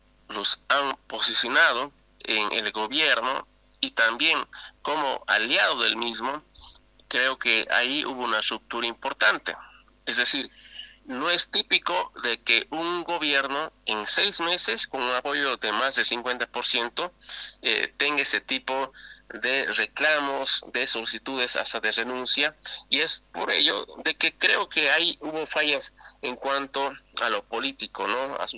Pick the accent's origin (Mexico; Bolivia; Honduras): Bolivia